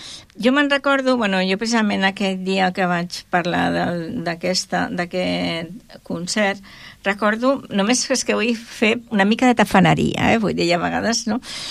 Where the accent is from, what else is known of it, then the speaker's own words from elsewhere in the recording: Barcelona, Catalonia, Spain; moved away as an adult; No sóc d'aquí, sóc barcelonina, però ja porto 30 i pico d'anys aquí.